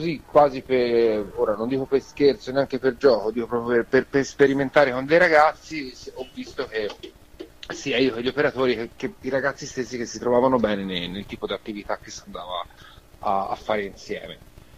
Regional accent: Montemurlo, Tuscany, Italy; io sono di Prato, nello specifico Montemurlo, e appunto sono capitato, tra virgolette, in questo contesto per vicissitudini appunto di eventi.

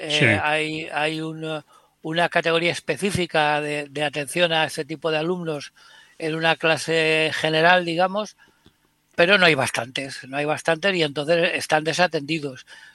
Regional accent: Spain

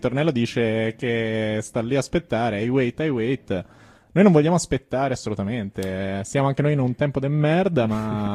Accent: Florence, Tuscany, Italy; Sono di Arezzo, quindi già qui insomma sento già un po' di freddino perché ci stiamo allontanando dal nostro nucleo caldo fiorentino.

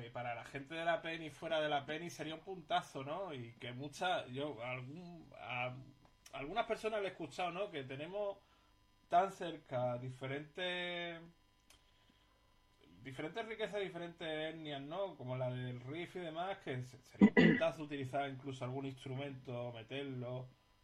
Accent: Melilla, Spain; desde Melilla, desde mi tierra, aquí en Dale Punk y Dale

